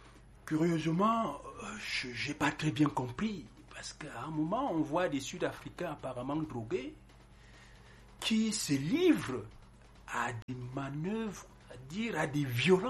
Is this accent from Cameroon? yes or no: yes; Cameroon; nous en tant que Camerounais